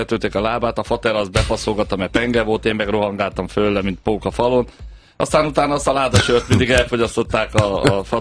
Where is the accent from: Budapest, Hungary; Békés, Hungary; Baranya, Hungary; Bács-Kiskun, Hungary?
Budapest, Hungary; Én a legendás Szabó Laci, a Szabó Dékány fedezett sor jobboldali játékosával nőttem föl, egy Gizella úton egy utcában laktunk